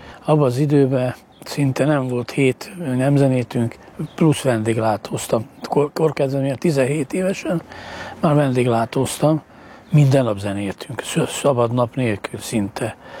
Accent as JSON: {"language": "Hungarian", "town": "Versend", "region": "Baranya", "country": "Hungary", "said": "versenyről származom, ott kezdtem el zenélni. 14 évesen már esküvőket zenéltem apámékon zenekarába."}